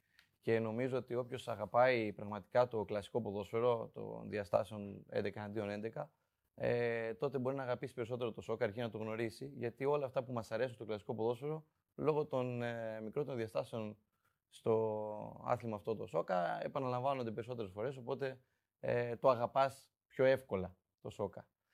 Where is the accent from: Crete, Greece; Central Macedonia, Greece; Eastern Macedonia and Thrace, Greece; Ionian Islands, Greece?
Crete, Greece; Pompia; Ναι, Ηράκλειο. Στην περιοχή της Μεσαράς συγκεκριμένα.